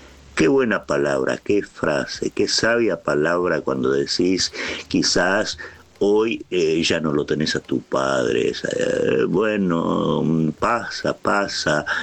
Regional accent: San Luis del Palmar, Corrientes, Argentina; born there; now in Virrey del Pino, Argentina; yo soy de Corrientes, San Luis del Palmar, Corrientes, nacido.

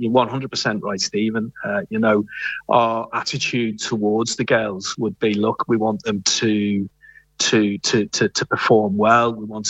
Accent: North West England, United Kingdom; Yeah, well, look, I'm from Merseyside. I think people know Merseyside, Liverpool, Everton.

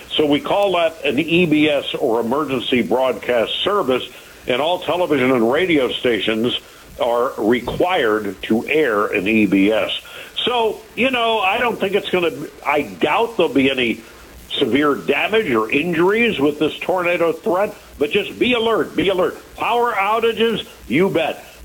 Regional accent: Los Angeles, California, United States; I grew up in Los Angeles, and, you know, I entered the radio business back in 1961.

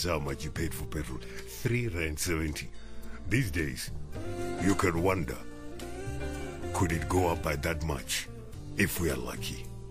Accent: South Africa

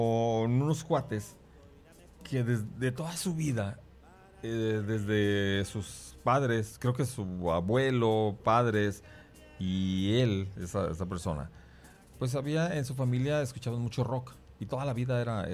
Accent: Mexico

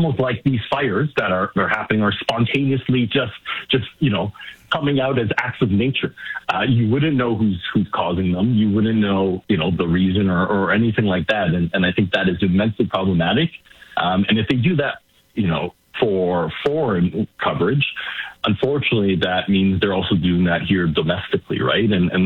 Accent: Canada; I'm first in my family, born and raised in Canada. My parents, first generation to come here.

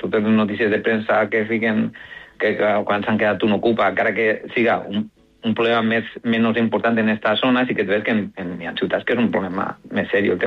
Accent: L'Olleria, Valencian Community, Spain; que jo soc d'Olleria

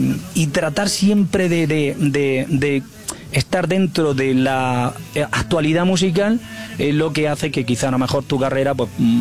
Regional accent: Almería, Andalusia, Spain; mi tierra, Almería

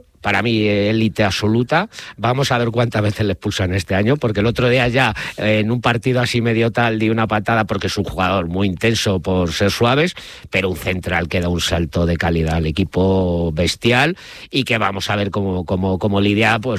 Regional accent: Madrid, Community of Madrid, Spain; Claro, no he vivido nunca allí. No he nacido allí. Yo he vivido siempre en Madrid, pero me siento

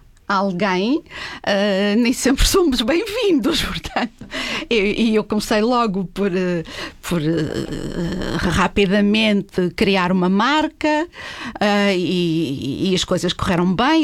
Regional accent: Madeira, Portugal; now in Lisbon, Portugal; eu também tive sorte de ter nascido na, a Madeira tem o lado de isolamento, mas também tem aquele lado paraíso de grupinhos, de amigos, de bolha de conforto.

